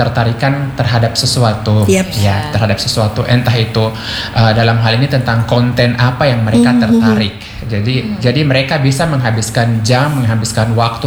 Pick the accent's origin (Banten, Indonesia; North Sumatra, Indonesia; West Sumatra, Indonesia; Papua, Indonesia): Papua, Indonesia; Biak; Indonesian is a second language; Daripada bahasa saya dari Biak itu lebih tidak mengerti lagi.